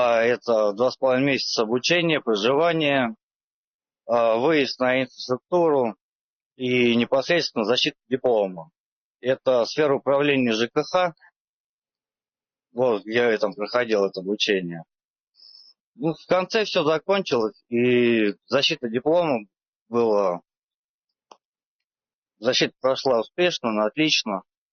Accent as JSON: {"language": "Russian", "town": "Lipetsk", "region": "Lipetsk Oblast", "country": "Russia", "tie": "born or raised there", "said": "Да, это Липецк, я своим родным городом."}